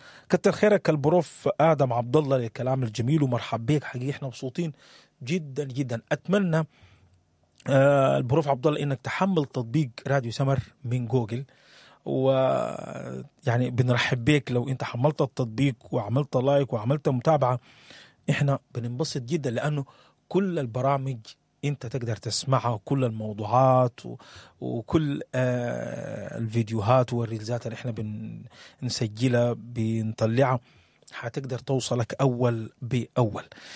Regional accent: Sudan

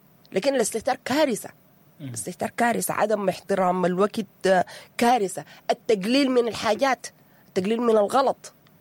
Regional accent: Sudan; فدي دخلتنا يا هيثم في كميه من المشاكل نحن كسودانيين بطريقه ما عاديه.

